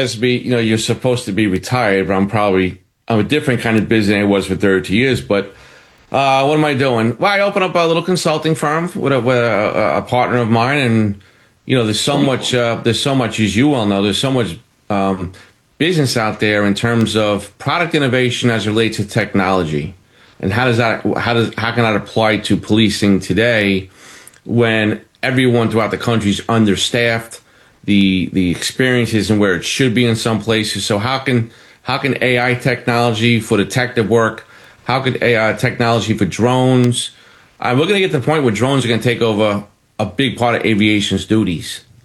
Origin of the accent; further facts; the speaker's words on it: Brooklyn, New York, United States; born there; I was born in Bay Ridge and I reduced crime